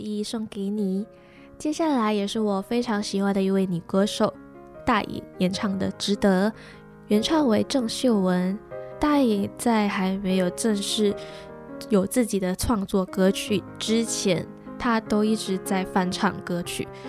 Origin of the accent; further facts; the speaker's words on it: Malaysia; now in Taipei, Taiwan; 身为马来西亚人的我